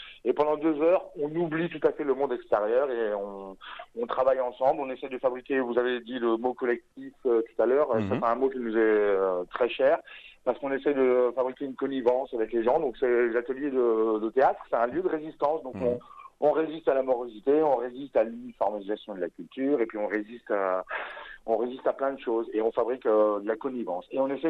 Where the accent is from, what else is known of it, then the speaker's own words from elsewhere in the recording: Longwy, Grand Est, France; moved away as an adult; je suis un Longwycien d'origine, donc j'ai grandi à Longwy. J'en suis parti quand j'avais à peu près 20 ans, et j'y reviens de plus en plus.